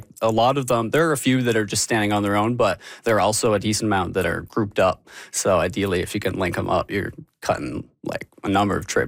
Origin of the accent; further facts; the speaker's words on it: Calgary, Alberta, Canada; I mean, I grew up in Calgary, and the Canadian Rockies are just the home range.